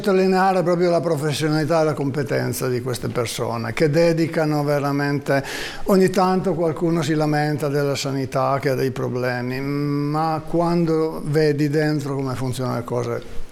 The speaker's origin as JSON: {"language": "Italian", "region": "Piedmont", "country": "Italy", "moved": "yes", "said": "Vengo da fuori regione, vengo dal Piemonte, vengo dall'Albese, dove ci sono buoni vini che non posso più bere."}